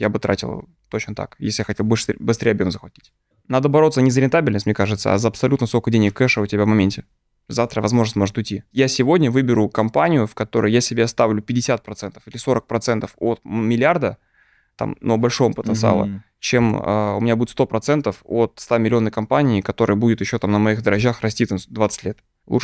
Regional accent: Moscow, Russia; Я же из Люблино парень, из Новокосино. Типа, я ходил в обычную общественную школу

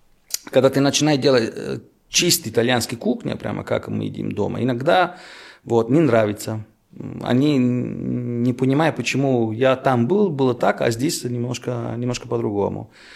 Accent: Italy; Russian is a second language; moved away as an adult; now in Russia; Я, как итальянец, когда пришел здесь

